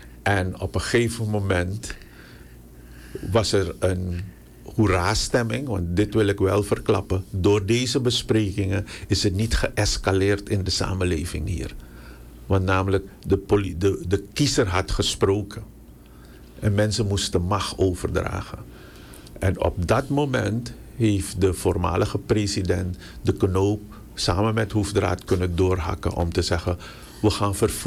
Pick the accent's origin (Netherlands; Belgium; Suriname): Suriname; Paramaribo; Tourtonne Noord, geboren getogen Maretretteman. Ik ben een Noorderling. Ik ben geboren aan de Citruslaan nummer 27.